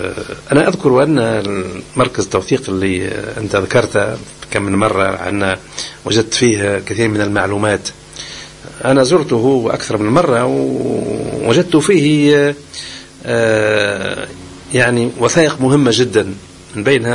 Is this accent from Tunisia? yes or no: yes; Tunisia; لكن في آخر الأمر احنا كتونسيين احنا باش نستفادوا من العمل